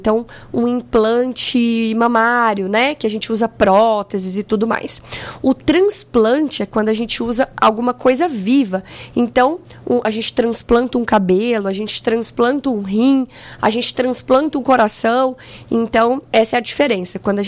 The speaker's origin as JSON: {"language": "Portuguese", "region": "Goiás", "country": "Brazil", "moved": "yes", "lives_now": "Bebedouro, Brazil", "said": "Olha, eu sou do estado que é o coração do Brasil. Eu sou de Goiás, sou goiana."}